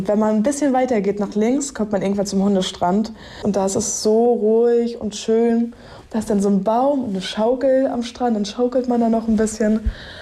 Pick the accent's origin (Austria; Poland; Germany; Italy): Germany; Demmin, Mecklenburg-Vorpommern; ich komme aus Demmin.